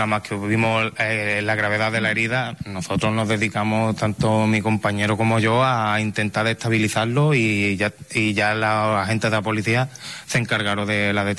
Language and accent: Spanish; Setenil de las Bodegas, Andalusia, Spain; moved away as an adult; now in Ceuta, Spain; Yo soy de CETENIS de la Bodega.